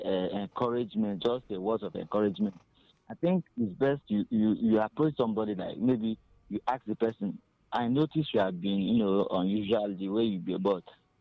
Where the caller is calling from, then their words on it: Nigeria; I'm calling from Obolafo.